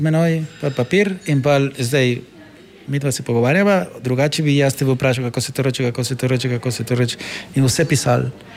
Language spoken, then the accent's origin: Slovenian; Buenos Aires, Argentina; Slovenian is a second language; now in Slovenia; I just say Buenos Aires